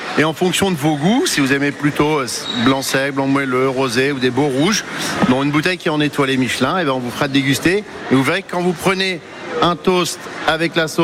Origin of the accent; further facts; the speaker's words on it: Saint-Éloy-les-Mines, Auvergne-Rhône-Alpes, France; Moi je suis local, je suis de Saint-Éloi-les-Mines, à côté. Donc je suis à 45-50 minutes.